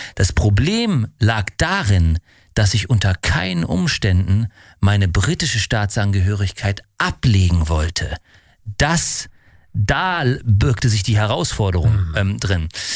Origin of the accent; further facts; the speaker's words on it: Berlin, Germany; born or raised there